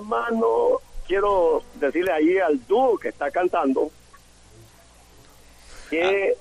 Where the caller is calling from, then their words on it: Alegría, Usulután, El Salvador; Le llamo desde Cantón Yomo, Alegría, Usulután, el pastor de Iglesia Ríos de Agua Viva.